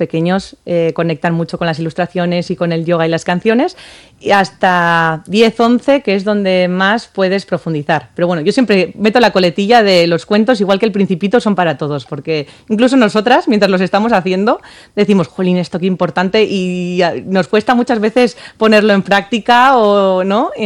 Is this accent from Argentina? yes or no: no; Gatica, Basque Country, Spain; Yo soy de Gatica, exactamente.